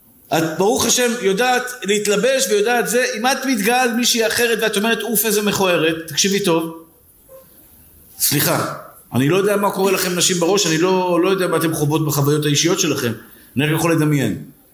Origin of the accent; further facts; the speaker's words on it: Tel Aviv, Tel Aviv District, Israel; נולדנו פשוטים. נולדתי בשכונת התקווה. אני מודה לבורא עולם על היחפנות שהייתה לי בשכונה.